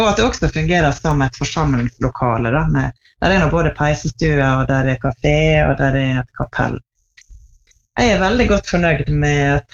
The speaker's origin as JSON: {"language": "Norwegian", "town": "Tresfjorden", "region": "Møre og Romsdal", "country": "Norway", "tie": "born or raised there"}